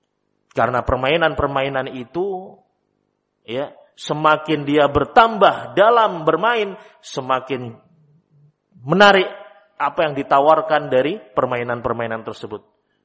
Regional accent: Java, Indonesia

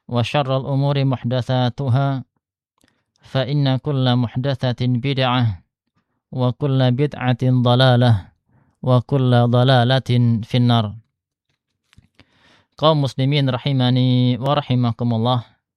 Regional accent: Sragen, Central Java, Indonesia; also born or lived in Jember; now in Perawang, Indonesia; Kalau ana asalnya dari Sragen.

